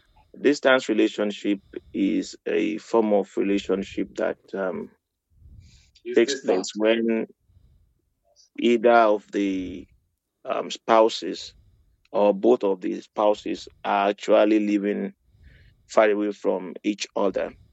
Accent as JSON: {"language": "English", "country": "Nigeria", "lives_now": "Eisenstadt, Austria", "said": "I reside here in Eisenstadt and I'm originally from Nigeria."}